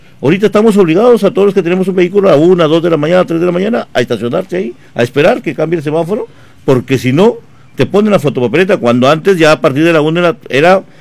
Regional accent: Castilla, Piura, Peru; ese potencial que como castellanos tenemos

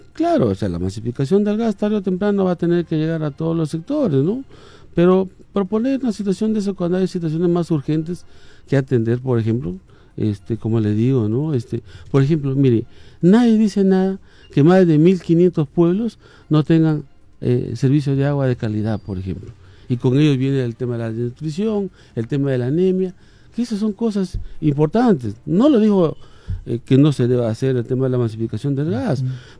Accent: Santo Domingo, Piura, Peru; yo provengo del distrito de Santo Domingo, de la Sierra, ¿no? Soy natural de ese distrito.

